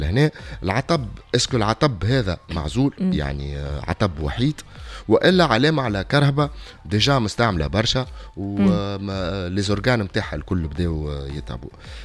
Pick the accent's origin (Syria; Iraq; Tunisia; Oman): Tunisia; عندنا في تونس